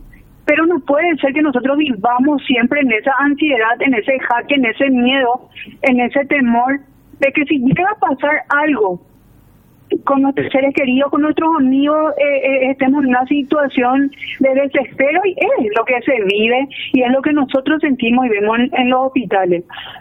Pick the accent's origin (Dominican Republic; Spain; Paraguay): Paraguay; todos nosotros como paraguayos